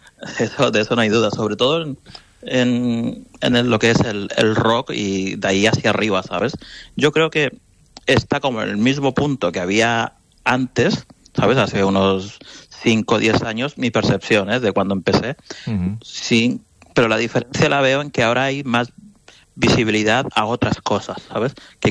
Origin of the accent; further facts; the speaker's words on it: Barcelona, Catalonia, Spain; nosotros somos de aquí de Barcelona